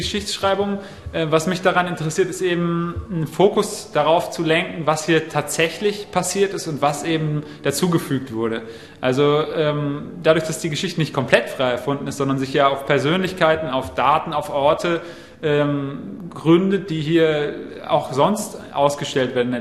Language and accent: German; Marburg, Hesse, Germany; now in Halle, Germany